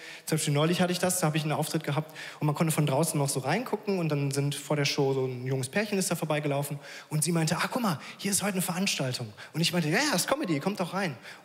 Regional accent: Krefeld, North Rhine-Westphalia, Germany; Ich bin aufgewachsen in der Nähe von Paris, in Krefeld.

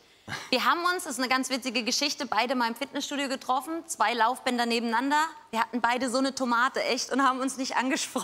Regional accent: Heppenheim, Hesse, Germany; beide aus Heppenheim

